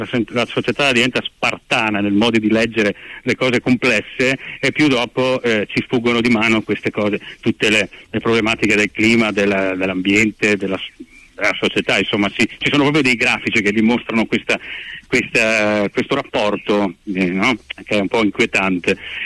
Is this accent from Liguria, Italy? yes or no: no; Treviso, Veneto, Italy; Siamo di Treviso, relativamente vicini.